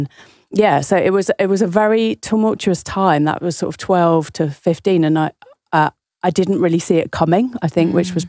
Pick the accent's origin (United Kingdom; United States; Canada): United Kingdom; Essex, East of England; also born or lived in East End, London; My parents are East Enders. We grew up in Essex.